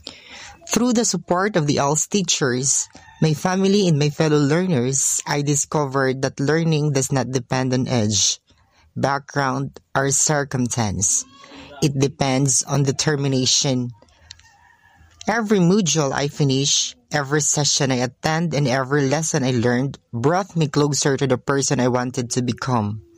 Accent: Ilog, Western Visayas, Philippines; English is a second language; Growing up in Sitio San Ramon, Barangay Manalad, Ilog Negros Occidental, life was never easy. My family is poor, and my parents do not have stable work.

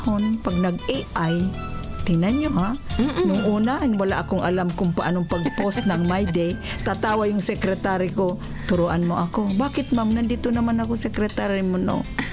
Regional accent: Oas, Bicol Region, Philippines; born there; Kami, I was born in Uwas, Albay.

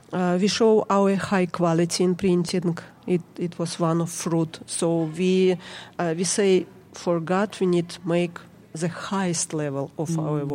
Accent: Kyrgyzstan; English is a second language; moved away as an adult; now in United States; My accent, sorry. But now we are not in Kyrgyzstan. We live in US.

